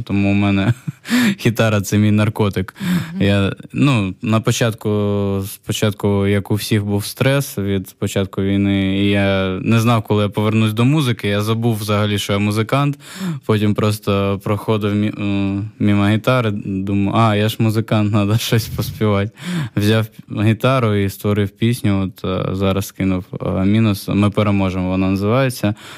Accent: Kharkiv, Kharkiv Oblast, Ukraine; Мені здається, що так, як харків'яни люблять Харків, київляни так Київ не люблять. І у нас якась особлива любов до нашого міста.

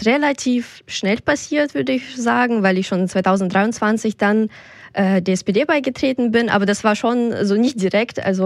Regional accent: Kazakhstan; German is a second language; now in Rüsselsheim, Germany; Freunde finden, Sprache lernen, weil ich komme tatsächlich aus Kasachstan und da war es das erste Jahr, man muss erstmal die Grundlagen schaffen

